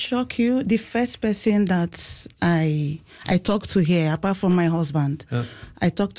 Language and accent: English; Anambra, Nigeria; moved away as an adult; So I'm from Anambra State, and I'm married to Enugu State man.